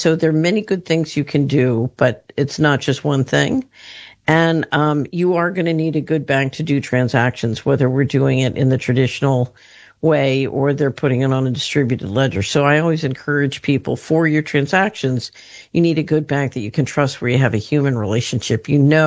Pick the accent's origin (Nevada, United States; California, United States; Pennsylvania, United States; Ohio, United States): Pennsylvania, United States; Philadelphia; yeah, I grew up in West Philadelphia.